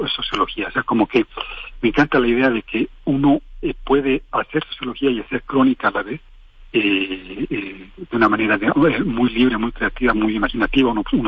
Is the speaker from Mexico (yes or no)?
yes; Mexico